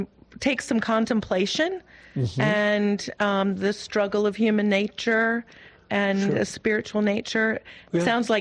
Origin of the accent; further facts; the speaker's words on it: Auburn, Alabama, United States; From Auburn, Alabama.